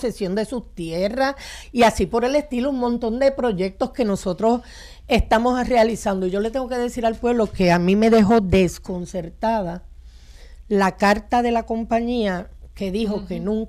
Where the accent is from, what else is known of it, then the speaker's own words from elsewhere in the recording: Juncos, Puerto Rico; yo soy de Juncos